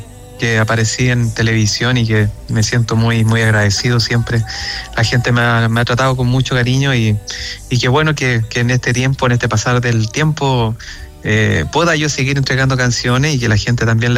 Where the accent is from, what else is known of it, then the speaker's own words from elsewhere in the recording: Graneros, O'Higgins, Chile; now in Santiago, Chile; Yo soy oriundo y criado en Granero City